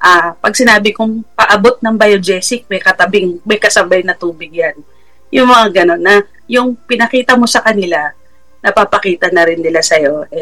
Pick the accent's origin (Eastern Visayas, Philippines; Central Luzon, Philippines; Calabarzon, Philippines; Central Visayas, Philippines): Central Luzon, Philippines; Well, food, you know, is very, a very good way of connecting, lalo na po kami Kapampangan, no?